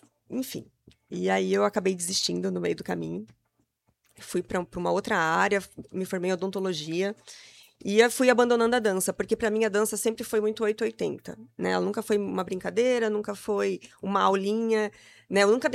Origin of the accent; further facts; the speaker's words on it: Ponta Porã, Mato Grosso do Sul, Brazil; quando eu era bem novinha, eu sou da fronteira, sou de Ponta Porã.